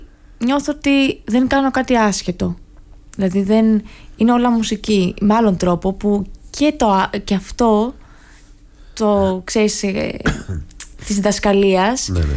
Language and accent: Greek; Patras, Western Greece, Greece; now in Athens, Greece; Είδα ότι η Αθήνα με κοινωνικοποίησε πάρα πολύ, γιατί ήρθα από την Πάτρα που και δεν ξέρω, θέλοντας και μη, εδώ στην Αθήνα, για να επιβιώσω, κοινωνικοποιήθηκα.